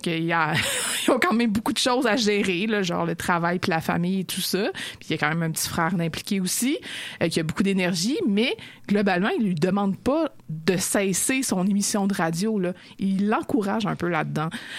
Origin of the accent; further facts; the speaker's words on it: Montreal, Quebec, Canada; je viens de Montréal